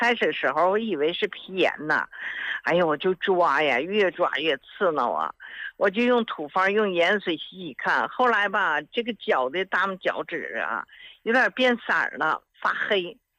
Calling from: Harbin, Heilongjiang, China; 我是哈尔滨的老朋友了。

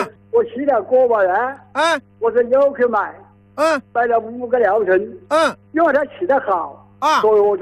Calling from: Wuhan, Hubei, China; 我是武汉市蔡甸区聚义街的协山村的户口。

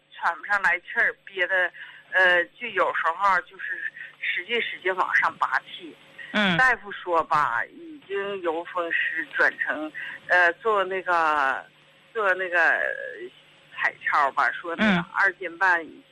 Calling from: Harbin, Heilongjiang, China; 张老师啊，我家是哈尔滨的。

